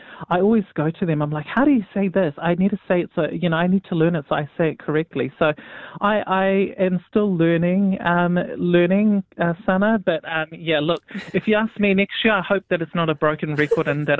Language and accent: English; Auckland, New Zealand; born there; first language English; I think for many Pacific people who are born here in New Zealand, like myself, I was born in the North Shore